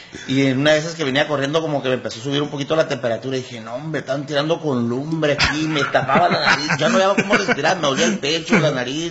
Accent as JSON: {"language": "Spanish", "town": "Culiacán", "region": "Sinaloa", "country": "Mexico", "tie": "born or raised there", "moved": "yes", "lives_now": "Mexicali, Mexico", "said": "Yo soy criado en Culiacán, Sinaloa."}